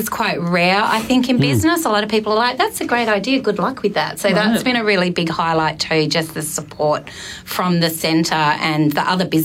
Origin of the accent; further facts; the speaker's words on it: Murray, Australia; because I am from the Murray, I just love the area.